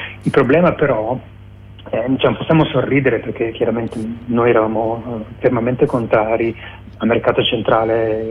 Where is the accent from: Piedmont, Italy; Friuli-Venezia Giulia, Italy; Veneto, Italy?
Veneto, Italy; Venice; moved away; sono di origine locale, sono veneziano di origine, seguo quello che succede nella mia ex città natale